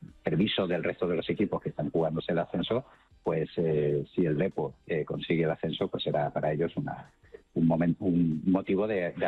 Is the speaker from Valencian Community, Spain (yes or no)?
no; Seville, Andalusia, Spain; moved away as an adult; now in Valladolid, Spain; soy vallisoletano de adopción, porque mi ciudad de origen es Sevilla, es Andalucía. Llevo 9 años aquí viviendo en Valladolid.